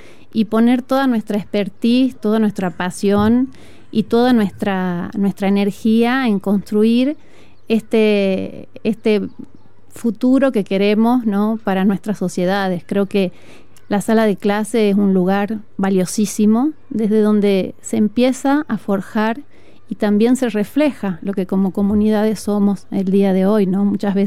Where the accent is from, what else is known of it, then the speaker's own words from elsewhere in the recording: San Miguel de Tucumán, Tucumán, Argentina; now in Chile; yo soy del norte de Argentina.